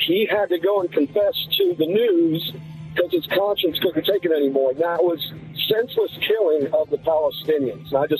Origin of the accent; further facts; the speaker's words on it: Dayton, Ohio, United States; I'm a busman from Dayton, Ohio.